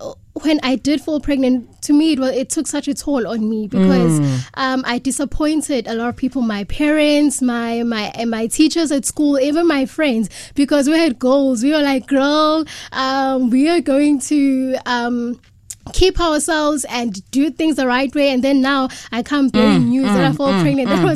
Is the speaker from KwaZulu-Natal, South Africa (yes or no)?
yes; KwaZulu-Natal, South Africa; I was born and bred in Gradville at Gwaduwiza. It's a village.